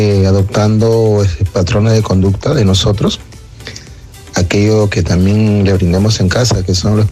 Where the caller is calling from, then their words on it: Lima, Peru; de El Cercado.